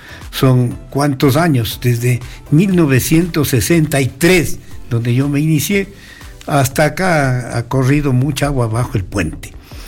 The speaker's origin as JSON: {"language": "Spanish", "town": "Pujilí", "region": "Cotopaxi", "country": "Ecuador", "tie": "born or raised there", "also_born_or_lived": "Quevedo, Los Ríos", "said": "De la provincia de Los Ríos, claro, ya me regresé a la provincia de Cotopaxi, de donde me precio de ser cotopaxense, y a mi tierra, Pujilí, París y Londres."}